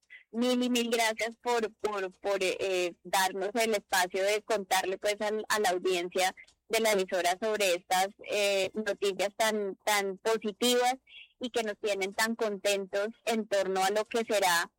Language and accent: Spanish; Ibagué, Tolima, Colombia; born there; el Tolima es de donde yo vengo, es mi lugar de procedencia. Yo nací en Ibagué